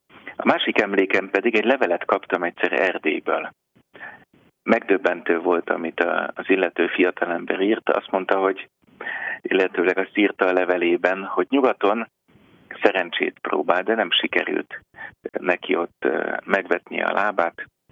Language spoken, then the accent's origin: Hungarian; Budapest, Hungary; now in Szombathely, Hungary; Igazából én Budapesten második kerületben kertesházban nőttem föl